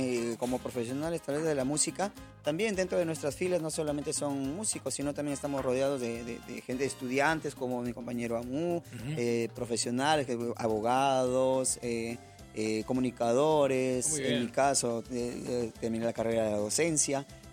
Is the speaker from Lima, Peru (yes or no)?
no; Trujillo, La Libertad, Peru; representando a nuestro Trujillo a nivel nacional y mundial.